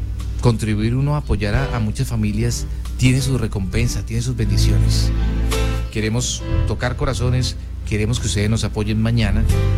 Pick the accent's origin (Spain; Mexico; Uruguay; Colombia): Colombia; Llanos Orientales; Oiga, espectacular mi cielo en los Llanos Orientales. Cada día me enamoro más de mi tierra, de mi gente.